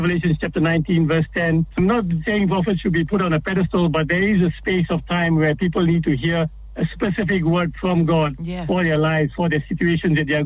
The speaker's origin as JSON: {"language": "English", "country": "Singapore", "moved": "yes", "lives_now": "Australia", "said": "My wife and I, we are from Singapore, but now Australia is our home."}